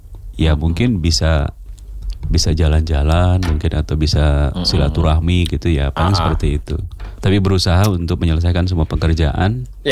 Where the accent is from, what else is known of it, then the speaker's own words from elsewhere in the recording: Kalimantan, Indonesia; now in Kendari, Indonesia; Saya asli Kalimantan.